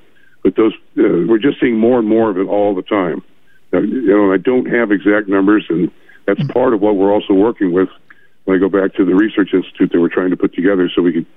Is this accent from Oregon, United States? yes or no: yes; Port Orford, Oregon, United States; born or raised there